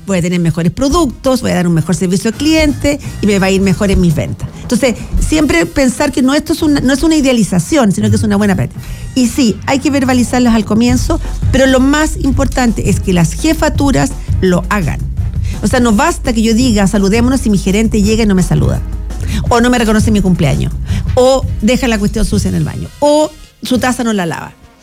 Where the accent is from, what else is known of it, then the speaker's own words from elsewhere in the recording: Chile; Nosotros como cultura chilena somos un poco...